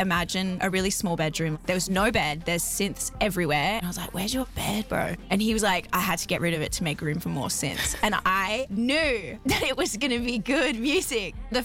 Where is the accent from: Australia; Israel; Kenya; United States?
Australia; Perth, Western Australia; And we are … from Perth, WA.